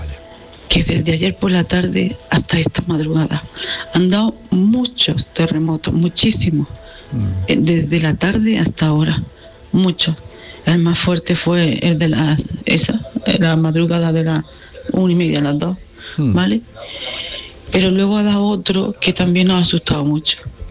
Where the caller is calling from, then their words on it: Granada, Andalusia, Spain; Hola, y bien. Soy de Granada. Pues he de decir que a mis 63 años